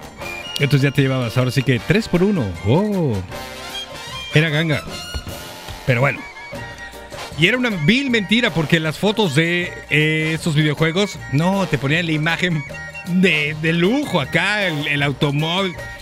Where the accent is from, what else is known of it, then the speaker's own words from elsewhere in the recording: Mexico; ojo, somos mexicanos, sabemos cómo es el business